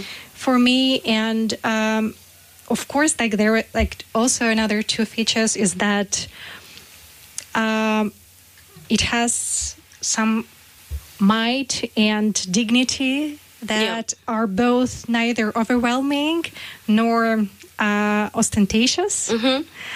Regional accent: Ukraine; moved away as an adult; now in Hamburg, Germany; I don't know what the situation will be in my home country.

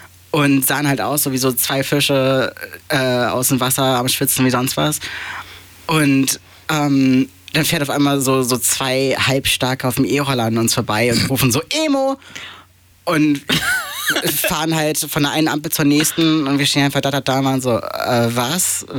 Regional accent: Hamburg, Germany; Ich komme ja eigentlich aus der Ecke Harburg.

